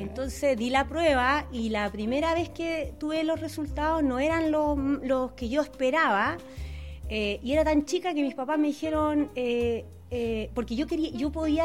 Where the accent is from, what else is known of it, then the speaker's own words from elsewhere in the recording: Quilpué, Valparaíso, Chile; born there; also born or lived in Santiago; Y cuando me vine de Santiago, yo dije... voy a volver a Santiago porque amo Santiago. Y nunca volví. Y claro, me enamoré de Quilpué, me enamoré de la región, nunca más quise volver a Santiago.